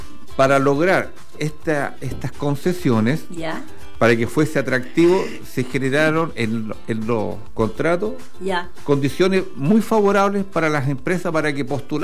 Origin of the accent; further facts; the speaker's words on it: Punta de Cortés, O'Higgins, Chile; La tormenta se escuchó en mi tierra, en Punta bien de Cortés.